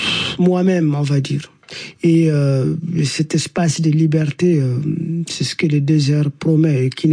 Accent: north, Mali; Moi, je suis originaire du nord du Mali, mais la première grande ville que je découvre, ce n'est pas la capitale malienne Bamako, c'est plutôt la capitale mauritanienne Nouakchott.

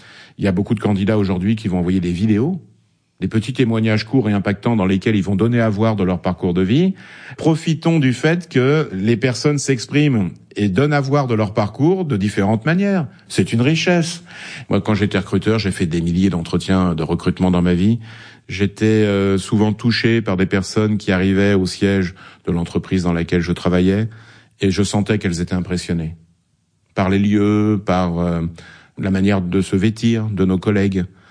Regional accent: France; nous sommes français tous les deux

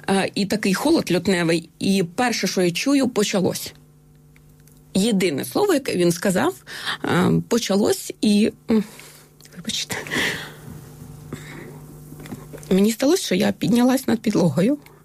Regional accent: Donetsk Oblast, Ukraine; born there; Це моя мала батьківщина, я там народилася. Олександрівська громада, як на сьогодні вона так називається.

